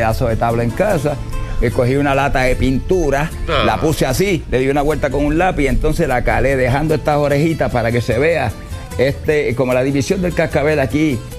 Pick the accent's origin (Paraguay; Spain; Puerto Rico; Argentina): Puerto Rico; yo soy ameliano.